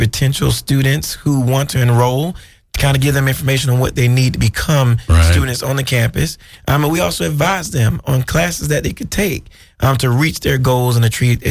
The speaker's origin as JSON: {"language": "English", "town": "Sumter", "region": "South Carolina", "country": "United States", "said": "Hey, I'm from Sumter, South Carolina."}